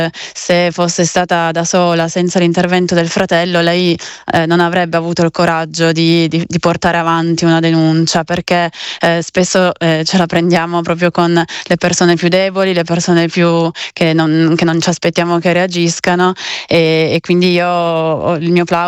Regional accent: Cuneo, Piedmont, Italy; Io l'ho fatto subito, perché tra l'altro sono di Cuneo

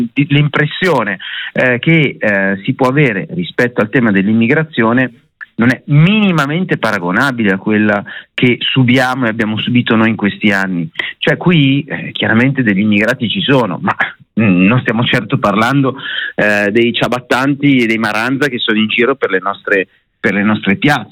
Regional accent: Milan, Lombardy, Italy; accent: Milanese; Io, come sente dal mio accento, sono milanese, frequento Roma abitualmente

